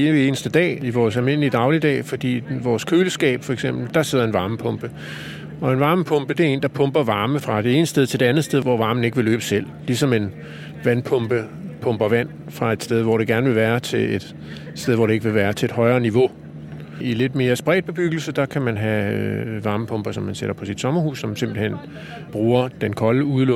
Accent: Copenhagen, Capital Region of Denmark, Denmark; som københavner

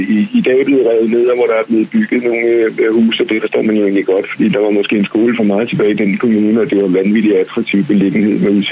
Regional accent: Dragør, Capital Region of Denmark, Denmark; now in Copenhagen, Denmark; på trods af, at jeg voksede op i Dragør og boede på Aarhus og Brogade, så har jeg levet det meste af mit voksne i den indre by i København.

